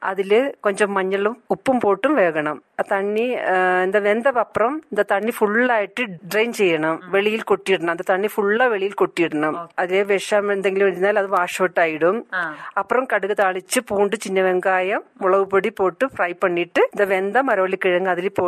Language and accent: Tamil; Thrissur, Kerala, India; moved away as an adult; now in Ooty, India; என் சொந்த ஊர் திருஷூர். ஞா இங்கே வேலைக்காக ஊட்டி வந்திருக்கிறது. ஊட்டி வந்திட்டு 2 வருஷமாயி.